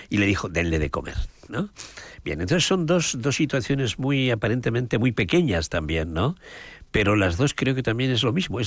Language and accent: Spanish; Aragon, Spain; Yo soy de Aragón.